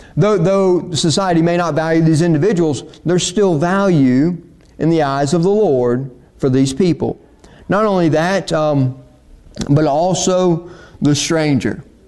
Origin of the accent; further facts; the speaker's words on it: United States; accent: Piedmont; my Piedmont accent